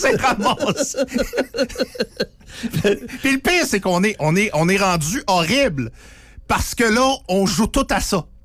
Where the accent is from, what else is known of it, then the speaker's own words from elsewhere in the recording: Saguenay, Quebec, Canada; moved away as an adult; now in Quebec City, Canada; Ça fait 25 ans que je suis à Québec, presque 30 ans que je suis à Québec. Je suis pas un gars de Québec. Je serai jamais un gars de Québec. Je suis un gars du Saguenay. Je suis parachuté ici pour ma job.